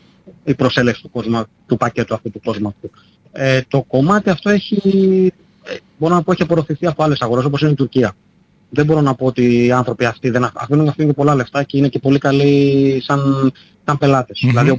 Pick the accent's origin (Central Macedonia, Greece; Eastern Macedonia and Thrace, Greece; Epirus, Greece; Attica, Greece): Attica, Greece; Athens; now in Chalkidiki, Greece; επειδή έμεινα και στην Αθήνα, όταν μεγάλωσα στην Αθήνα